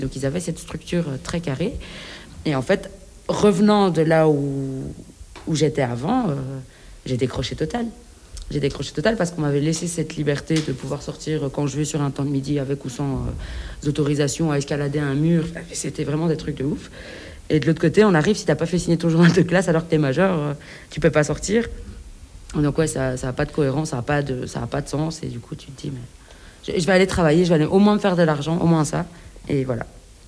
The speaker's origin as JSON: {"language": "French", "country": "Belgium", "tie": "born or raised there", "first_language": "French", "said": "moi j'ai grandi en Belgique, je parle que français. Enfin, à l'époque, je parlais que français."}